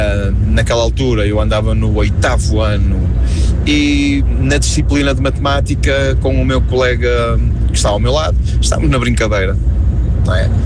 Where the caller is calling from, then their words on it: Vila do Conde, Norte, Portugal; sou de Vila do Conde